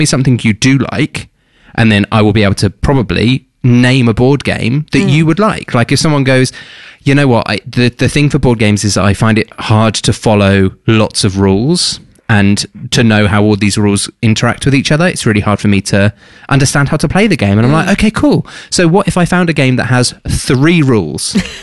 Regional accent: England, United Kingdom; If I was any other nationality but English

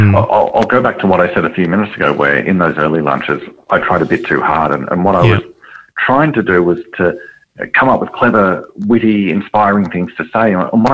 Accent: Sydney, New South Wales, Australia; There's a woman, I'm from Sydney, there's a woman in Melbourne

